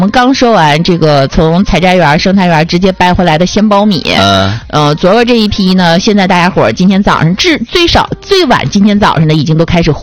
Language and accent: Chinese; Baicheng, Jilin, China; moved away; 就我们家，就我们老家那边，在大白城有那么一个烤面包的地方